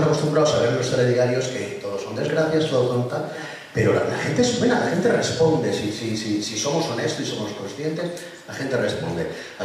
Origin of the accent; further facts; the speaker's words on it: Valencian Community, Spain; yo soy de Vinetuse, soy un pueblo de al lado de Valencia que pasó La Habana por ahí